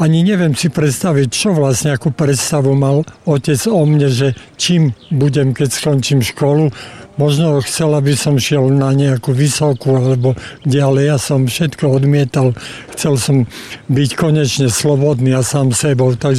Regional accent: Kežmarok, Prešov Region, Slovakia; Narodil som sa v Kežmarku

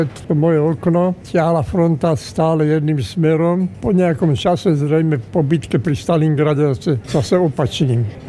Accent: Žilina, Žilina Region, Slovakia; born there; also born or lived in Púchov / Senica; Narodil som sa v Žiline, ale do Žiliny som sa prišiel narodiť z Púchova. V Púchove som žil, potom sme sa presťahovali do Senice.

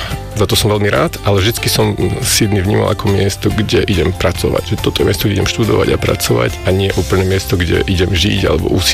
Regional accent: Spišská Nová Ves, Košice Region, Slovakia; moved away as an adult; also born or lived in Brno / Australia; a narodil som sa v Spišskej Novej Vsi.

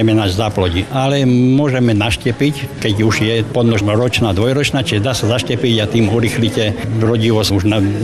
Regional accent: Sobrance District, Košice Region, Slovakia; pochádzam z okresu Sobrance

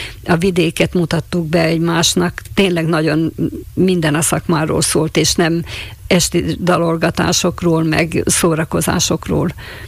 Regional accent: Bodva valley, Košice Region, Slovakia; moved away as an adult; also born or lived in Rožňava, Slovakia; now in Galanta, Slovakia; Én tulajdonképpen Kassa és Rozsnyó között körülbelül középúton van a szülőfalum, még Szepsi, ahol érettségiztem

